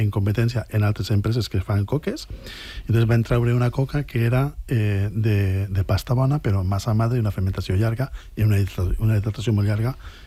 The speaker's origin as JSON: {"language": "Catalan", "town": "Oliva", "region": "Valencian Community", "country": "Spain", "tie": "born or raised there", "said": "Oliva és un potencial gastronòmic. O sea, jo... amb el meu poble."}